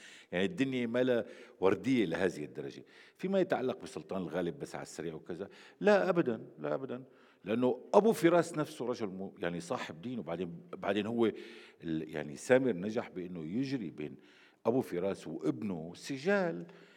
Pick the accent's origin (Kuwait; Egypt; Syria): Syria; يمكن نحن بحاجة كسوريين نحترم سرديات بعضنا، وبنفس الوقت نعرف عيوب سردياتنا.